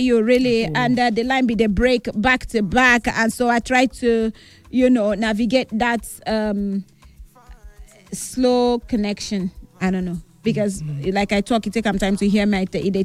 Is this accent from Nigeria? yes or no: yes; Nigeria; my country, Nigeria